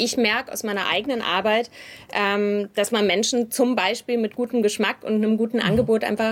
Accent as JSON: {"language": "German", "region": "Bavaria", "country": "Germany", "tie": "born or raised there", "said": "Ich selbst bin auch mit Fleisch groß geworden. Ich bin in Bayern aufgewachsen."}